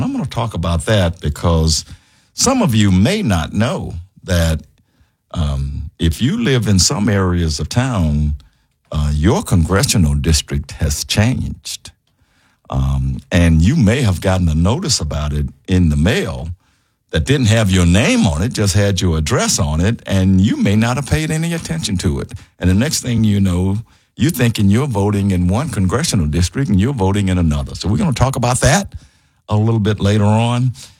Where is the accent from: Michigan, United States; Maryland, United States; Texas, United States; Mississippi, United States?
Mississippi, United States; Como; moved away; I'll be in my hometown of Como, Mississippi